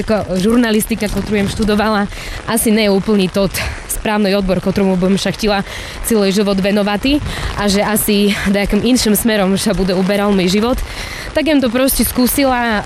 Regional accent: Stará Ľubovňa, Prešov Region, Slovakia; also born or lived in Bratislava; ja jem sa pred cca troma mišacmi presťahovala z Bratislavy domu, do Staroj Ľubovny, do mojho rodiska, alebo do mojho rodného mesta.

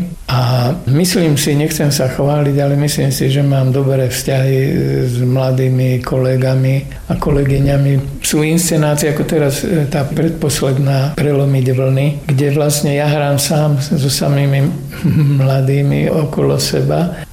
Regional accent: Púchov, Trenčín Region, Slovakia; moved away as an adult; also born or lived in Canada / Žiar nad Hronom; now in Martin, Slovakia; napriek tomu, že som sa narodil až v Kanade, potom vyrastal na Považí v Púchove, tak prežil krásne obdobie, jednu dekádu života v tom Žiari nad Hronom.

